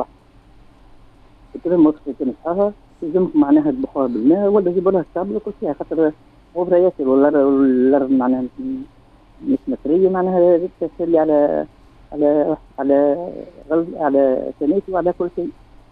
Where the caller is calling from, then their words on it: Medenine, Tunisia; والله من مدنين.